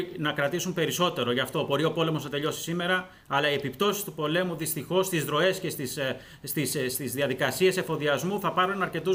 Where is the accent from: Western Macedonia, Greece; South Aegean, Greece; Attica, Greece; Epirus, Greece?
Attica, Greece; Athens; Εγώ είμαι παιδί της Αθήνας. Ζω, εργάζομαι, μεγάλωσα στην Αθήνα.